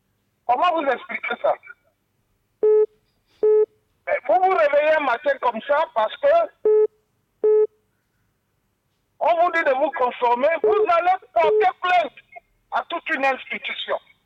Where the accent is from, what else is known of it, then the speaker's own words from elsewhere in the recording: Gabon; même si nous, on ne veut pas nous dire en tant que Gabonais, combien régénèrent les richesses du pays